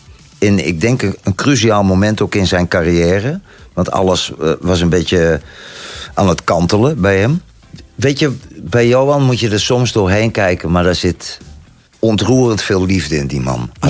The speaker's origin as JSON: {"language": "Dutch", "country": "Netherlands", "lives_now": "Belgium", "said": "Want ik kwam uit Nederland."}